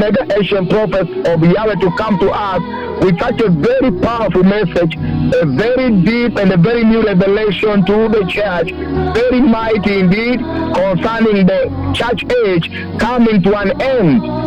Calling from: Kariobangi, Nairobi, Kenya; I'm calling you from the Kariobangi South Main Altar.

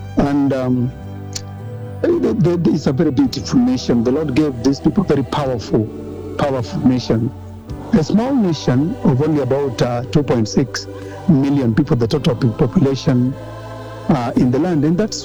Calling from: Gaborone, South-East District, Botswana; I'm calling from Gaborone here, the capital city of Botswana.

